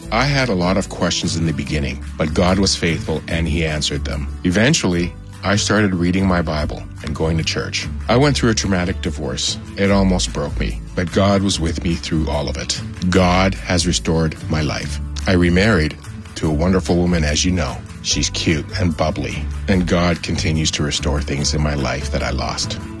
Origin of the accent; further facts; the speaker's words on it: Surrey, British Columbia, Canada; I'm Lynette's husband. I'm originally from Surrey, BC.